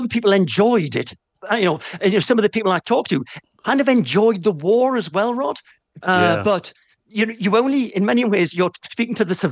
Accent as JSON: {"language": "English", "town": "North Shields", "region": "North East England", "country": "United Kingdom", "said": "I'm from North Shields"}